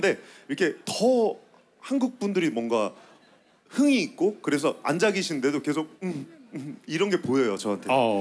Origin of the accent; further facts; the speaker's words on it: Hoengseong, Gangwon, South Korea; 저는 횡성 초등학교, 횡성 중학교, 횡성 고등학교를 나왔습니다.